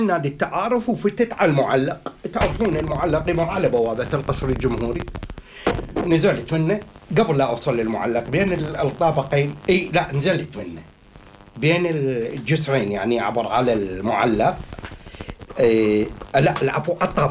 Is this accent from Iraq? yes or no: yes; Iraq; also born or lived in Baghdad; وأنا مواطن عراقي